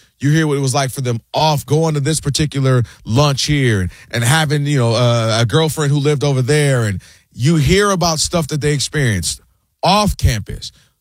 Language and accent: English; Ann Arbor, Michigan, United States; I've experienced it growing up in Ann Arbor, Michigan, which is a diverse town.